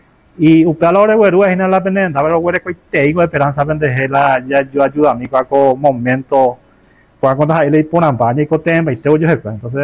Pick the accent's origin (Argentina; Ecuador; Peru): Peru; Todos somos peruanos, todos somos gente de bien, gente trabajadora.